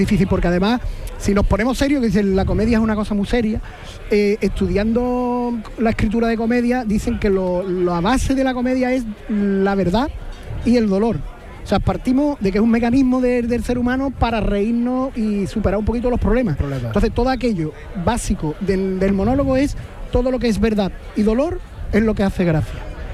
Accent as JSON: {"language": "Spanish", "town": "Algar", "region": "Andalusia", "country": "Spain", "tie": "born or raised there", "said": "Mi pueblo es Algar"}